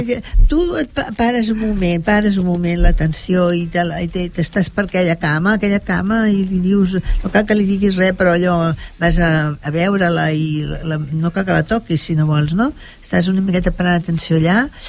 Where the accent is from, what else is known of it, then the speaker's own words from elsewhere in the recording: Catalonia, Spain; som catalans